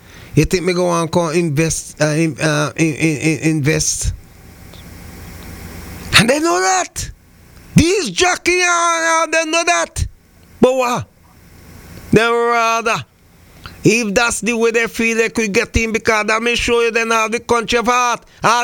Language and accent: English; Antigua & Barbuda; Mrs. Bikai happened down in my hometown too. But these people, you know, these people are desperate. Same country you pull down. Because if me gonna, if me live in America, I may never talk about Antigua so bad.